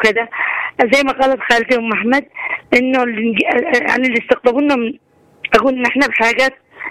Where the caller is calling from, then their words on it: Yemen; نحن اليمنيين